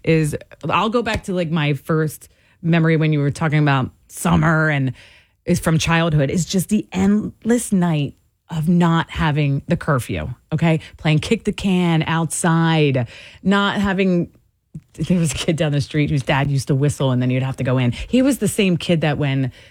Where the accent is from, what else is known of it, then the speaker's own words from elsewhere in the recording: New Jersey, United States; Growing up in New Jersey.